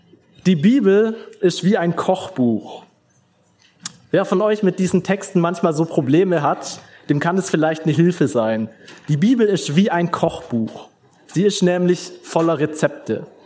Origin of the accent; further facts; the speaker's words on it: Tuttlingen, Baden-Württemberg, Germany; In Tübingen auf WG-Partys oder da in Tuttlingen, wo ich herkomme, wenn ich da erzählt habe, ich studiere Theologie